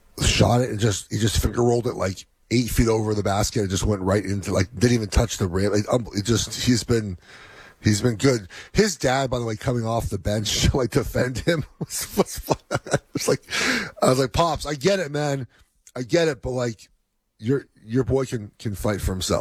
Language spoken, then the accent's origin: English; California, United States; I'm not from Eugene.